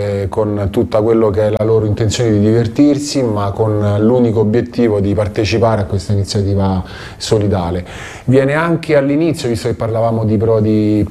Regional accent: Rome, Lazio, Italy; moved away as an adult; now in Taranto, Italy; mi sono trasferito ormai 5 anni fa, e niente, sono di Roma ovviamente

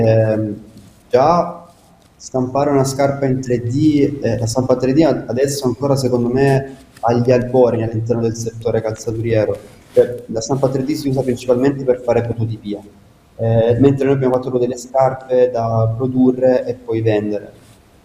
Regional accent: Casarano, Apulia, Italy; nonostante sia io e Marco siamo nati e cresciuti a Caserano

